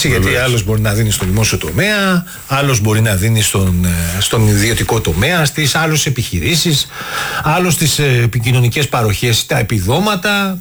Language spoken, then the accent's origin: Greek; Greece; είμαστε Έλληνες